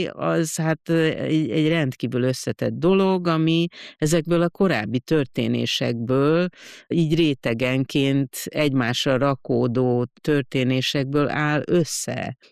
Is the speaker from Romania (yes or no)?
no; Brazil; félig meddig egy darabig Brazíliában nőttem fel